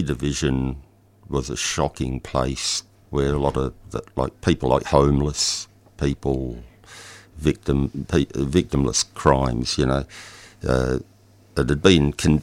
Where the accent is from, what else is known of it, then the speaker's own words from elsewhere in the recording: Melbourne, Victoria, Australia; Growing up in Brunswick, it was a bit of a tough place back then.